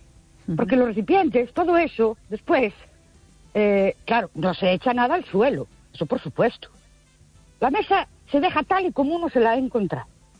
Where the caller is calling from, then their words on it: Ourense, Galicia, Spain; de Orense otra vez.